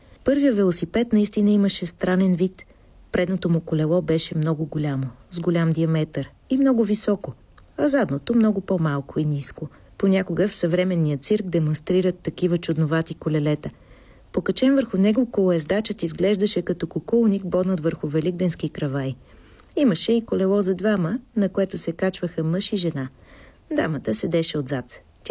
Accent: Sofia, Sofia City, Bulgaria; Четем спомените на Райна Костенцева от моя роден град София.

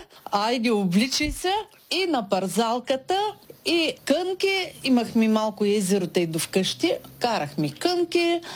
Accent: Tyumen, Tyumen Oblast, Russia; moved away; Родена съм в голям град, Тюменска област, от самия град Тюмен. Той е голям, много красив град. Ако видите в интернет, можете да намерите. Много е хубав, много е красив. Това е Западна Сибир.

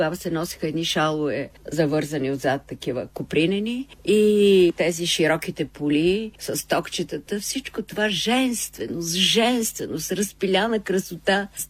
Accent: Sofia, Sofia City, Bulgaria; О, най-прекрасния град София. Защото аз съм родена на Шейново улицата.

